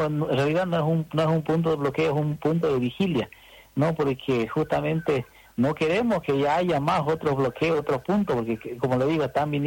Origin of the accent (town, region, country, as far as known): Bolivia